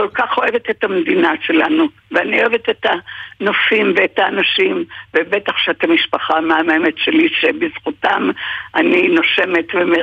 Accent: Be'eri, Southern District, Israel; born there; also born or lived in Hungary; now in Kibbutz Hatzerim, Israel; זה הבית שגדלתי בו מעל 60 שנה, מעל 60 שנה הייתי שם, מגיל 13.

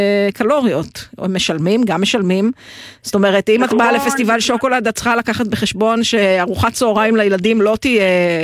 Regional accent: Jezreel Valley, Northern District, Israel; אני משם, אני מעמק ישראל, איך אני יכולה שזה לא יהיה נצרת?

